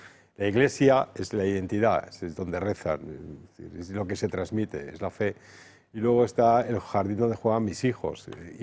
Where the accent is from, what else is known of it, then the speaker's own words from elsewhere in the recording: Spain; Nosotros somos españoles por herencia.